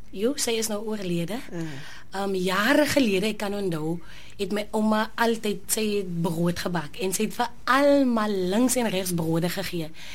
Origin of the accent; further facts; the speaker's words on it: Oudtshoorn, Western Cape, South Africa; born there; now in Calitzdorp, South Africa; Ek is gebore in Oudtshoorn, maar ek bly in Calitzdorp.